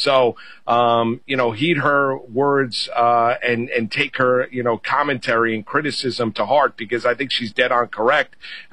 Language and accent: English; United States; As an American soccer fan